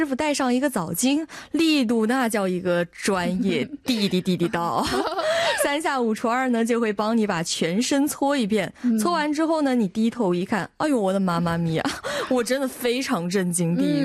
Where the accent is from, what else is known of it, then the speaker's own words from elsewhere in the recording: southern China, China; 我说我是南方人